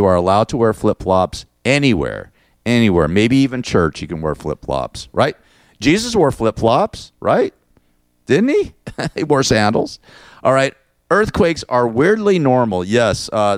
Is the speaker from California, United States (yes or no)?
yes; Los Angeles, California, United States; I grew up in Los Angeles. I was born in Burbank. I'm an Angeleno to my soul. Looking forward to getting back home in the next 6 months.